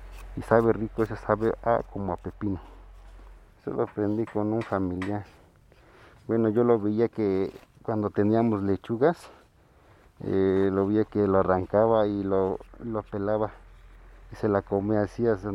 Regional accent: Hidalgo, Mexico; now in Xochimilco, Mexico; Soy estado de Hidalgo. Allá nos dedicábamos lo que es el maíz, el frijol y también café. Ajá. Pero es lo que te digo, allá como que es diferente. Bueno, allá hace más calor y no es como aquí, veo tierra, pura tierra. Allá hay muchas piedras

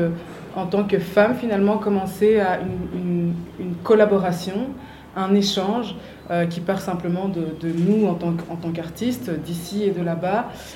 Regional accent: Brussels, Brussels-Capital Region, Belgium; Donc, nous, on vient de Bruxelles. Moi, je suis chanteuse, musicienne, et Manon, ici, est manager.

